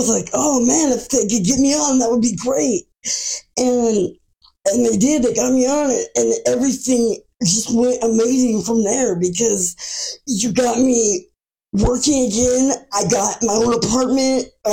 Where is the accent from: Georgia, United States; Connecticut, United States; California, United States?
California, United States; Sacramento; Yes, I grew up here in Sacramento.